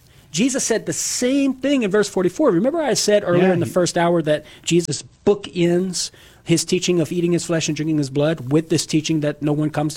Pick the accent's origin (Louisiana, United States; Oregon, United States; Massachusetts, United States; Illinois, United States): Louisiana, United States; from Southern Louisiana, try to talk into it with my accent.